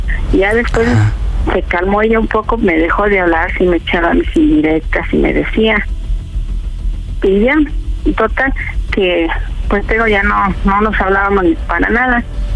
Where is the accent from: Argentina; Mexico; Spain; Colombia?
Mexico; Mexico City; Tengo 59 y soy del distrito, de aquí del México.